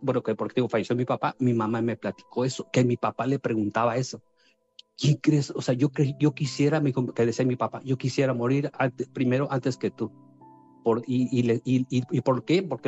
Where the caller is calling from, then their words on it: Tlaxcala, Mexico; Somos de Tlaxcala, por cierto.